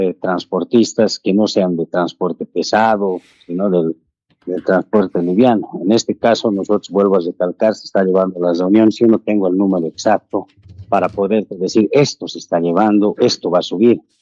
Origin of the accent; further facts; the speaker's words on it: Cochabamba, Bolivia; Yo soy cochabambino y ahora mismo veo que el trufi, que es a gasolina, a gas, está queriendo doblar el precio de 3 a 6 a 5 bolivianos.